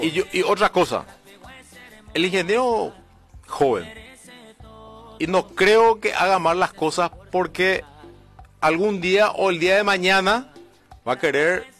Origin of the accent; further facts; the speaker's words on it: Carapeguá, Paraguarí, Paraguay; nosotros que venimos, que crecimos en Carapeguá